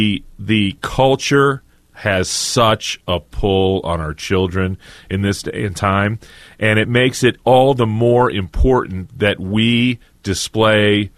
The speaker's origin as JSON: {"language": "English", "town": "Joplin", "region": "Missouri", "country": "United States", "tie": "born or raised there", "said": "And KFSS in my hometown of Joplin, Missouri."}